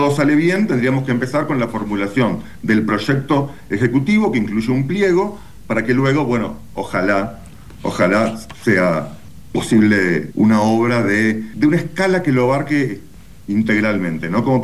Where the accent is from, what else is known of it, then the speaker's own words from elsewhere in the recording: Bariloche, Río Negro, Argentina; moved away; also born or lived in Buenos Aires; En mi caso particular, la historia es más larga, soy de Bariloche, estudié en Buenos Aires y hace unos 20 años que vivo por acá, aproximadamente.